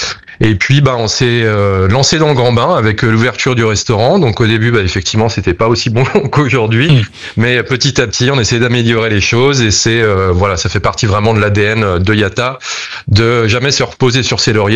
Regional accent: Annecy, Auvergne-Rhône-Alpes, France; moved away as an adult; je me suis expatrié pendant 5 ans en Asie. Et quand je suis revenu donc sur ma ville natale d'Annecy

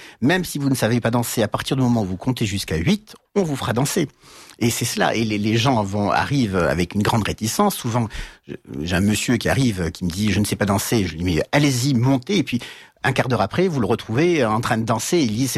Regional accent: France; Nous sommes français

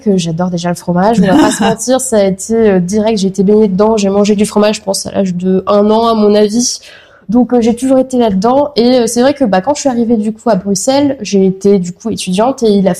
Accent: Coulommiers, Île-de-France, France; moved away as an adult; also born or lived in Paris; now in Brussels, Belgium; moi je suis originaire de la ville de Coulommiers, donc la ville du fromage. Donc je viens d'une famille fromagère

